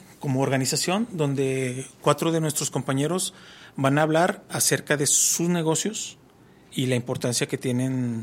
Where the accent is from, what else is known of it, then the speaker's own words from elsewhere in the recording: Fresnillo, Zacatecas, Mexico; Yo soy de aquí de Fresnillo. De hecho, todos somos de aquí de Fresnillo. Sí, somos puros empresarios fresnillenses